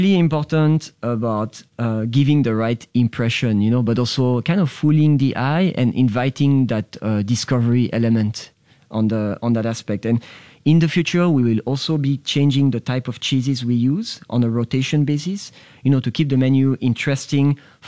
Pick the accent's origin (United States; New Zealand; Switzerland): Switzerland; moved away; I'm originally from Switzerland